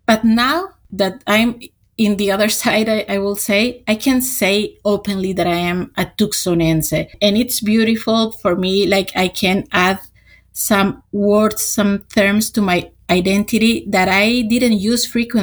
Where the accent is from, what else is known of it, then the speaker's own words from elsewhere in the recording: Agua Prieta, Sonora, Mexico; also born or lived in Douglas, United States; now in United States; I am a Sonoran Arizonan, like so many other people here. My case is a little bit different because I was born in Douglas, but I grew up in Agua Prieta. So even when I am a U.S. citizen from birth, I'm also an immigrant in my own country.